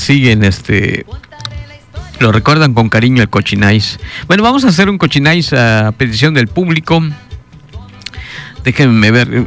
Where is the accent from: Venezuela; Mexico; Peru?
Mexico; Así somos los mexicanos.